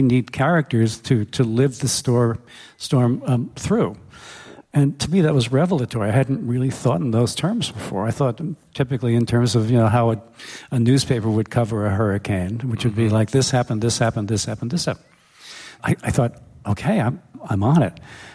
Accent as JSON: {"language": "English", "region": "New York", "country": "United States", "tie": "born or raised there", "said": "I grew up on Long Island in a very modern glass house surrounded by very tall trees."}